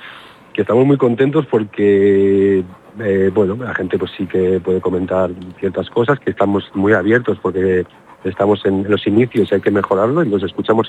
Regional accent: Bilbao, Basque Country, Spain; now in Menorca, Spain; yo vengo de Bilbao, donde nos gusta mucho comer

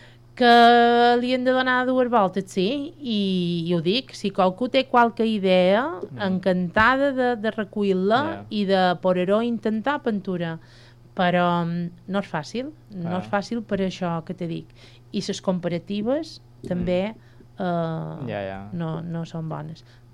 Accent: Artà, Balearic Islands, Spain

